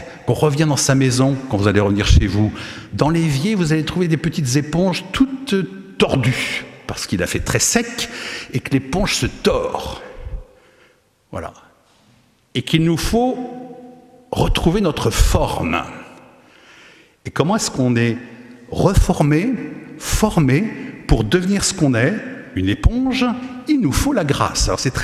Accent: Nantes, Pays de la Loire, France

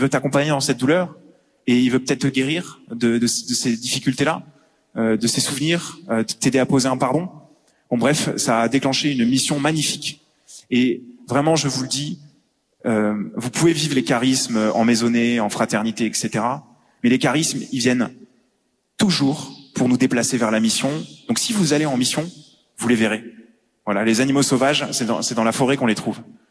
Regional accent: Montpellier, Occitanie, France; moved away

